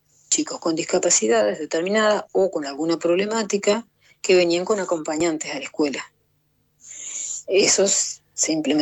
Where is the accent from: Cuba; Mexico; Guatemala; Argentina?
Argentina; Gualeguay, Entre Ríos; born there; moved away as an adult; yo viviendo en Gualeguay